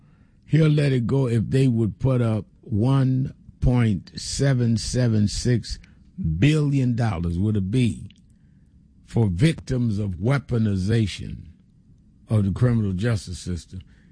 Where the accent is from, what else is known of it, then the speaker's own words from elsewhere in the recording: New York, United States; many of you know that I grew up in New York as part of the King Movement from when I was 12 years old.